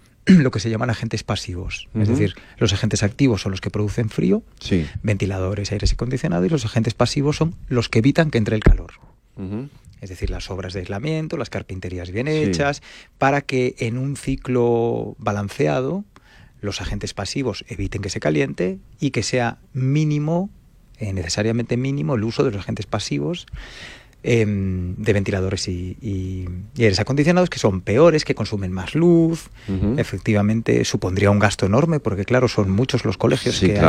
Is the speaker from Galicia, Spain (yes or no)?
yes; Galicia, Spain